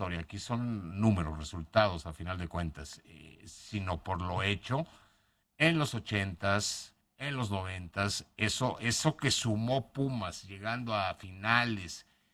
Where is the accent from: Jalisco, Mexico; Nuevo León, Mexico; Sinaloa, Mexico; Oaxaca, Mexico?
Nuevo León, Mexico; Monterrey